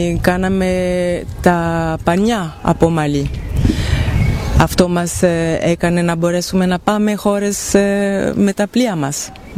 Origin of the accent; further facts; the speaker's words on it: Belgium; born there; Greek is a second language; Αλλά είμαι Ιταλίδα και Γερμανίδα.